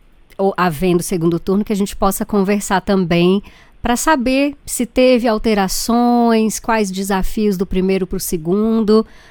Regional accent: Brazil; eu como brasileira posso dizer que eu tenho muito orgulho da justiça eleitoral

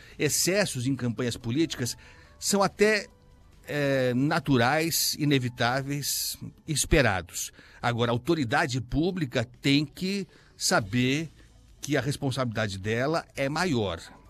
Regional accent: São Paulo, Brazil; Infelizmente, eu estou falando aqui como paulistano, que paga, inclusive, para essa Polícia Militar

